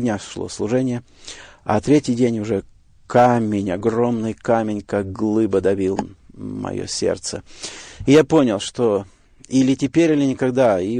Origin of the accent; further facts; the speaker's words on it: Siberia, Russia; born there; now in Novosibirsk, Russia; Я родился в христианской семье, в Сибири.